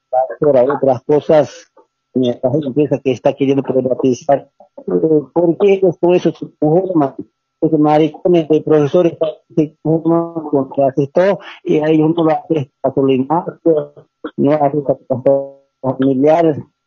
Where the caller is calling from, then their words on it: Montero, Santa Cruz, Bolivia; de acá de Montero, municipio San Pedro, distrito 7 de San Juan de Piraí.